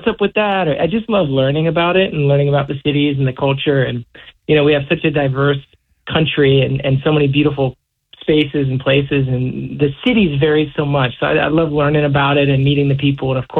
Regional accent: Hawaii, United States; born there; also born or lived in Seattle, Washington, United States; I grew up in Hawaii

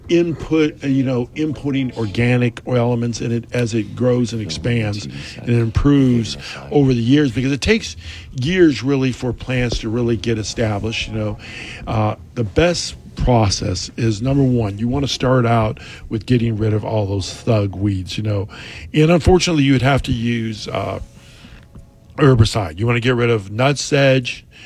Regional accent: California, United States; now in Jacksonville, United States; Well, no, I'm originally from California.

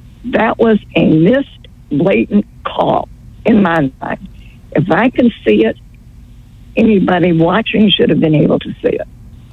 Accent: Florida, United States; also born or lived in Michigan; now, I'm from Florida. Prior to that, Michigan.

